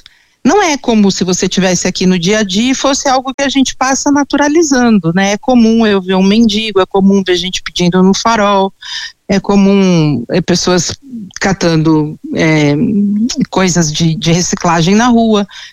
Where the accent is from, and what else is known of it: São Paulo, Brazil